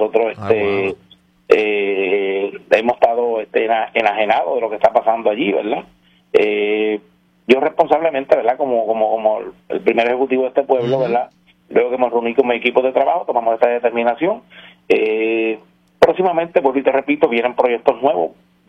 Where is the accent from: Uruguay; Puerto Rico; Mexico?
Puerto Rico; Moca